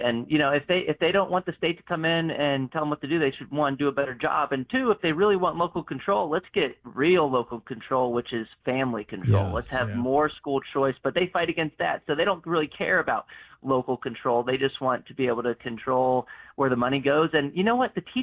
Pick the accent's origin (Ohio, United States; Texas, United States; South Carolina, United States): Texas, United States; my home state of Texas